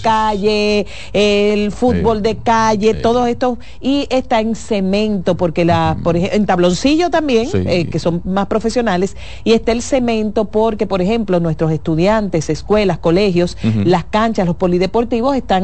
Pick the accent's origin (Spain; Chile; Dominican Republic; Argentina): Dominican Republic; Yo sé de pelota como cualquier dominicano